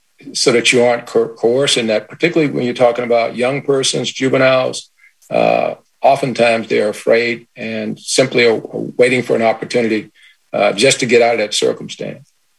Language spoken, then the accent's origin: English; Chicago, Illinois, United States; I grew up in Chicago in the 60s doing integration